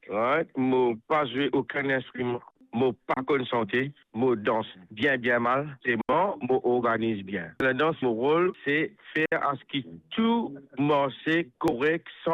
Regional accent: Port Louis, Mauritius; 57 ans, habitant de Rosbois.

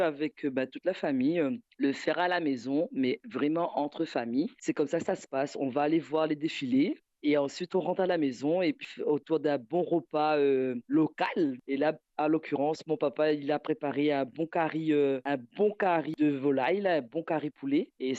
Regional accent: Saint-Pierre, Réunion; Saint-Pierre, ma ville natale

